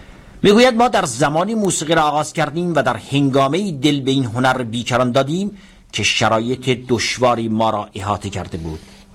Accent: Tehran, Tehran Province, Iran; محلی که تحصیل می‌کردم در بازار تهران خیام و سید نصرالدین بود. در این محله به دنیا آمدم و تمام دوران تحصیلم را در همین محله پرسه زدم

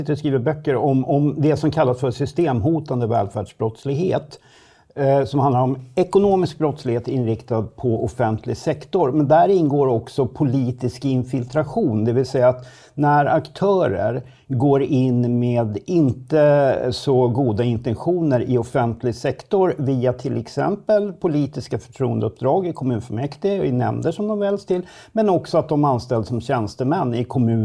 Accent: Södertälje, Stockholm County, Sweden; jag bor själv, jag kommer från Södertälje och bor där återigen. Och det är en kommun som har varit uppmärksammad för politisk infiltration i stadshuset

